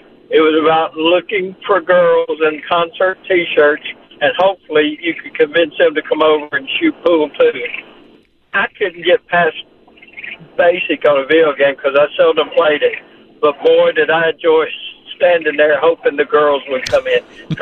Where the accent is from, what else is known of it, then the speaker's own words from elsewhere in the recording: Nashville, Tennessee, United States; Family Rec, one of the greatest places to go in West Nashville.